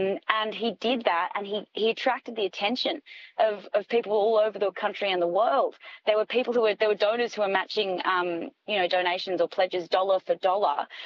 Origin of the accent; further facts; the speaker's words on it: Alice Springs, Northern Territory, Australia; I grew up in Alice